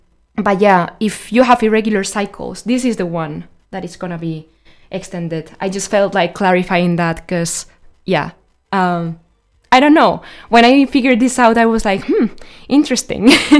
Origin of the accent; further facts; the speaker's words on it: Zaragoza, Aragon, Spain; moved away; Zaragoza, my hometown